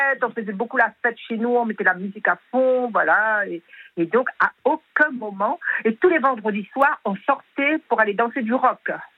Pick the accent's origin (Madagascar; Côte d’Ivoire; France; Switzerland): Switzerland; je viens de Suisse, c'est pour ça que je vais...